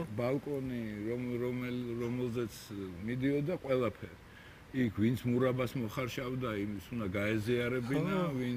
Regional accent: Tbilisi, Georgia; ამ მაზუტნას შესახვევში იყო ჩვენი სახლი. აბუეჩემიც მეცნიერი კაცი იყო, იქ ცხოვრობდნენ, ძალიან კარგი თბილისური ეზო იყო. ნაწილ ამ ეზოში ცხოვრობდნენ სომხები, იყვნენ ქურთები, ქართველები.

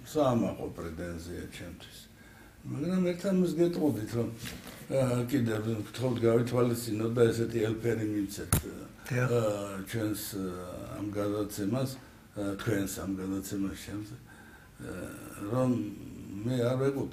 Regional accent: Tbilisi, Georgia; born there; also born or lived in Guria; ძველი თბილისელი ვარ. ჩემ სოფელი თბილისია.

